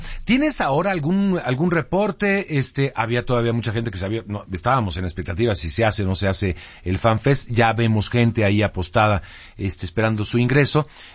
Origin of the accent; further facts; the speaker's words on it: Mexico; como somos los mexicanos, un poquito surrealistas